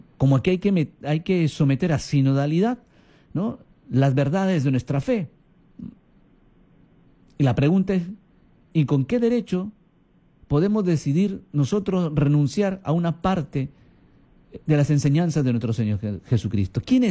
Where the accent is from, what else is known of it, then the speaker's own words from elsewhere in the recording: Peru; estamos perdiendo el sentido de identidad como peruanos, como católicos